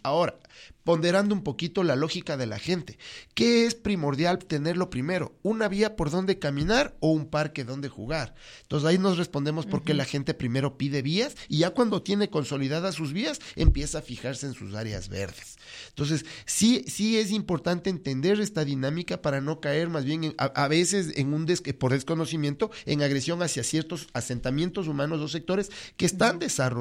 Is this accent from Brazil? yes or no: no; Quito, Pichincha, Ecuador; Bellavista de Calderón, que es de donde yo vengo, hace 6 años no teníamos casas, no teníamos vías, éramos un barrio privado. Privado de todo. No teníamos agua, no teníamos alcantarillas, de nada.